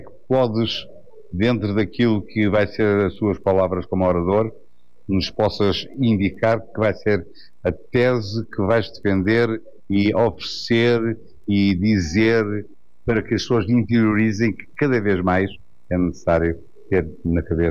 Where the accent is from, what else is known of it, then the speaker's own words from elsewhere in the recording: Portugal; bem-vindo à Encarnação, a minha terra onde eu sou natural e residente.